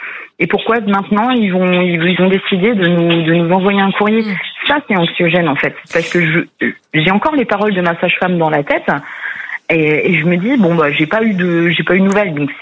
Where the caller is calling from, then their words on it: Chaumont, Brittany, France; J'habite à Chaumont, en Ille-et-Vilaine